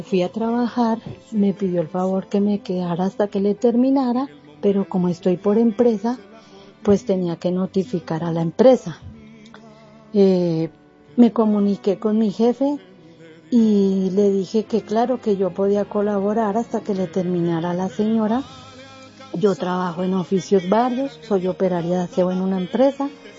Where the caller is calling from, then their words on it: Bogotá, Colombia; llamo de Alcázar, desde Bogotá.